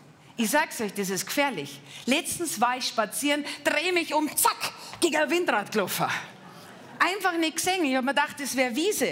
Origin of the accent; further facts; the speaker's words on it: Bavaria, Germany; ich komme aus Bayern.